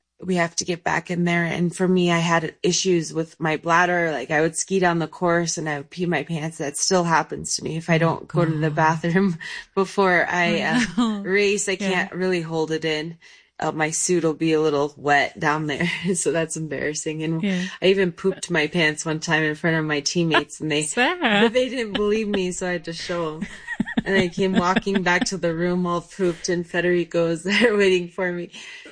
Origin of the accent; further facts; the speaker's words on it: Colorado, United States; I grew up in Colorado. I was born to a ski shop owner. named Buzz. I grew up basically with skis on my feet.